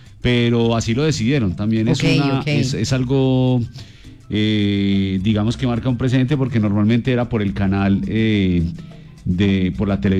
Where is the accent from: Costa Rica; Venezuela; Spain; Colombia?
Colombia; nos va bien a todos como colombianos.